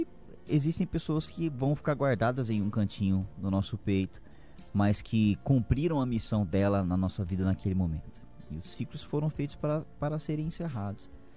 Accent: Uberlândia, Minas Gerais, Brazil; moved away; Eu sou de Uberlândia.

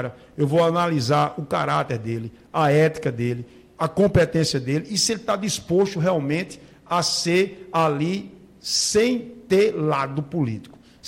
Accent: Sertão (Northeast Brazil), Brazil; como sertanejo que sou, um cara de muita fé

